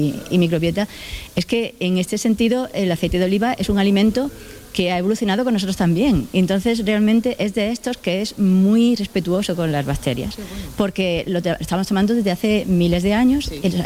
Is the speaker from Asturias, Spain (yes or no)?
no; Jaén, Andalusia, Spain